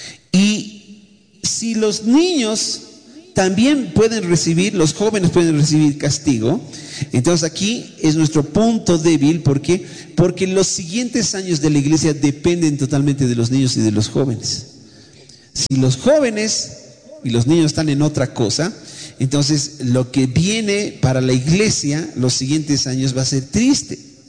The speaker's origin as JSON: {"language": "Spanish", "country": "Bolivia"}